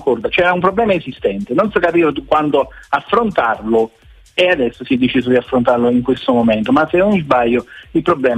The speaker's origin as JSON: {"language": "Italian", "town": "San Giovanni", "region": "Campania", "country": "Italy", "said": "ti ricordi da dove vengo, anche se sono di San Giovanni."}